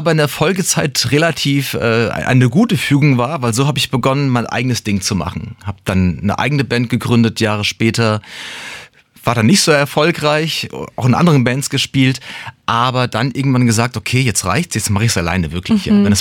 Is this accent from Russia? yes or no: no; Frankfurt am Main, Hesse, Germany; moved away as an adult; now in Mainz, Germany; Ich bin ein Frankfurter Bub im Herzen, bin dort geboren, lange Zeit in dem Bereich aufgewachsen und ja, Jahre später hat es mich dann irgendwie nach Wiesbaden, sage ich schon, das ist das andere, die andere Hauptstadt, nach Mainz gezogen.